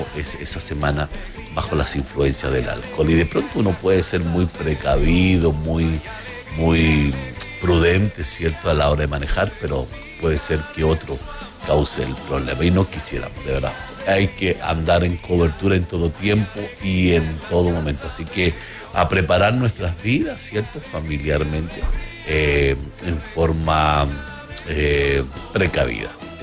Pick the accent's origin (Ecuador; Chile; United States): Chile; como chilenos, como que tenemos esa linda costumbre de prepararnos para nuestras fiestas patrias.